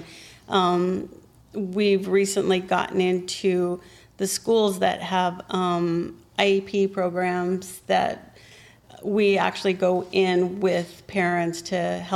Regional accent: United States; moved away; when I grew up here, we had salmon so much that I really didn't like salmon anymore.

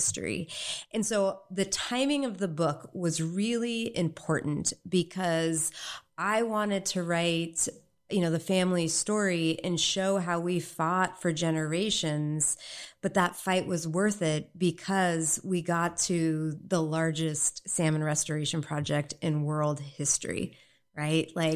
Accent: California, United States

